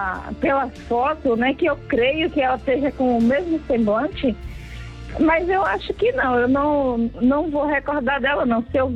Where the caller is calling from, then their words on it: Alagoinhas, Bahia, Brazil; Aqui na cidade de Alagoinhas. Eu sou de Alagoinhas.